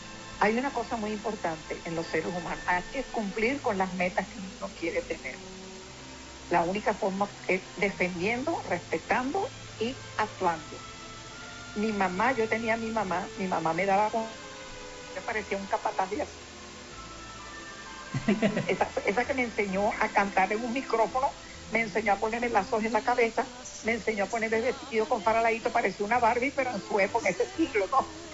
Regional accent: Venezuela; now in Madrid, Spain; yo sé que los venezolanos somos venezolanos a uno, mi amor. Yo creo en mi país con o sin razón, yo creo en mi país.

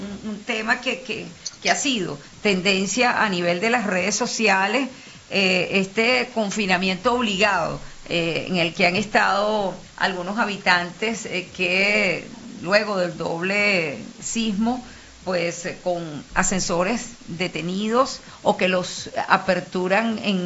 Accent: Venezuela

